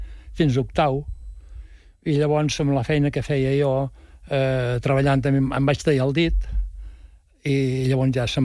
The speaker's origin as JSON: {"language": "Catalan", "town": "Mas Rampinyo", "region": "Catalonia", "country": "Spain", "said": "perquè soc de Mar Rampinyo"}